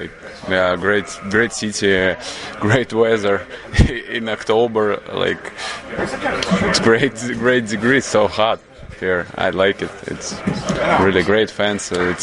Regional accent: Zhlobin, Gomel Region, Belarus; English is a second language; I born here in Zloben. When I was a kid, thinking my dream is playing for Metallurg Zloben

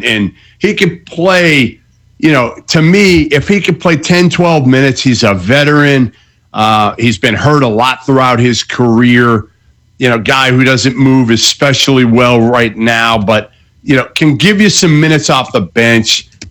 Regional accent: Boston, Massachusetts, United States; It was the Hartford Whalers when I was growing up in Boston.

